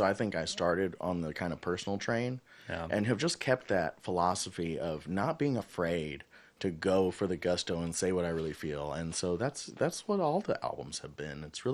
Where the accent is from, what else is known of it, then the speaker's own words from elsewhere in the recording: Murfreesboro, Tennessee, United States; Yeah, so we're kind of from the Murfreesboro, Nashville area.